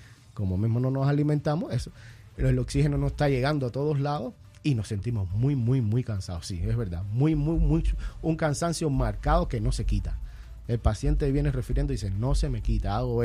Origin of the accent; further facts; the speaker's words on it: Cuba; now in Las Vegas, United States; En Cuba, de donde soy